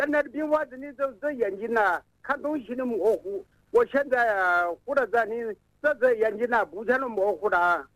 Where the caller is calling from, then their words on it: Xiantao, Hubei, China; 我是仙桃市的人，仙桃工业园区